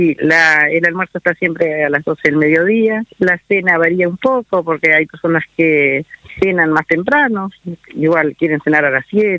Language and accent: Spanish; Rivera, Uruguay; born there; nací en campaña en la Octava de Rivera